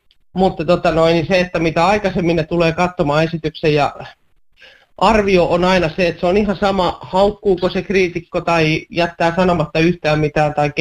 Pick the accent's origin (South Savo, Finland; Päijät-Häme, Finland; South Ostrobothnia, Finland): Päijät-Häme, Finland; Lahti; nyt kun mä olen itse lahtelainen ja sitten mennään Orimattilaan